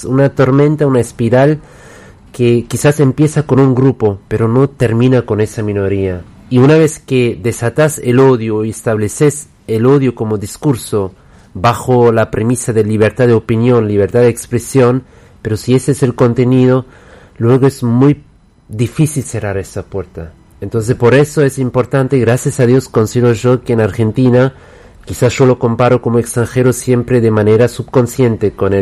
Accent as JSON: {"language": "Spanish", "country": "Germany", "tie": "born or raised there", "said": "en mi caso yo nací y me crié en Alemania"}